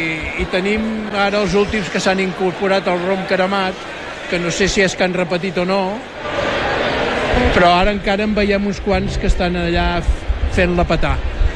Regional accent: Blanes, Catalonia, Spain; els blanems, els que som de Blanes

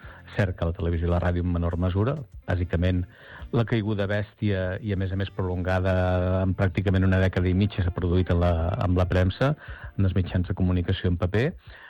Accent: Badalona, Catalonia, Spain; dic que sóc de Badalona i normalment em trobo que el meu interlocutor em diu ah, doncs jo conec una altra persona de Badalona que està per aquí.

